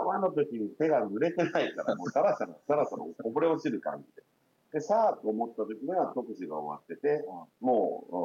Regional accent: Nagoya, Aichi, Japan; その方も親も、地元の名古屋のね、政治家の方とつながりがあって、

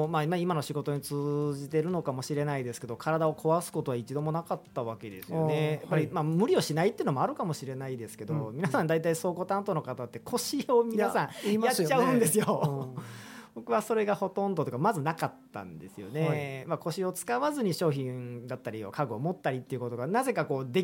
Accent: Kinokawa, Wakayama, Japan; moved away as an adult; also born or lived in Osaka / Okinawa; now in Sapporo, Japan; 今は札幌にいるんですけども、出身は関西、和歌山県の紀の川市というところにの出身ですね。大学は大阪にいまして、そこから就職し、各地転々として、まあね、沖縄っていうところまで行かせていただき、最後札幌というところで

